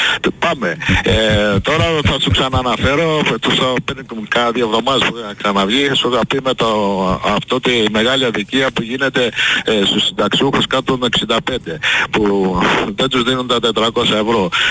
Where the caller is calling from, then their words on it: Patras, Western Greece, Greece; είμαι έξω από την Πάτρα, εντάξει, είμαι σε ένα... στις παρυφές ενός ωραίου